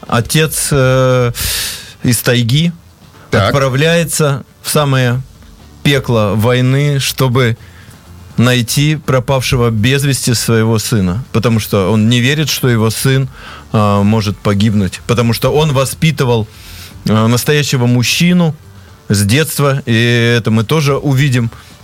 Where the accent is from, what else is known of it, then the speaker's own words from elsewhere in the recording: Siberia, Russia; я сам вырос в Сибири